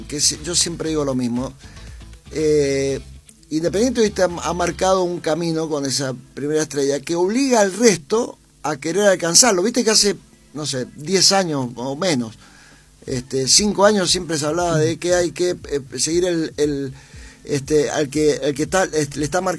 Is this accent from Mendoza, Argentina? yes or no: yes; Mendoza, Argentina; nosotros, o como mendocinos